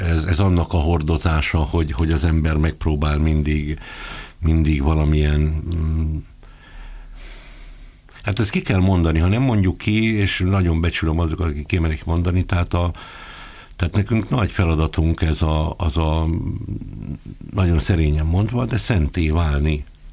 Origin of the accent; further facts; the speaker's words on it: Somogy, Hungary; én egy vallásos, vagy hagyományosan vallásos családban nőttem föl. Ami azért annyit jelent, hogy itt, tehát nem voltak, tehát senki nem volt bigott vallásos a családban, ugyanakkor pedig hát egy templomba járó, a maguk módján a hitüket megvaló, ami egy Dunántúli, egy Somogy megyei faluban szokásos volt, ott a Balatontól nem messze.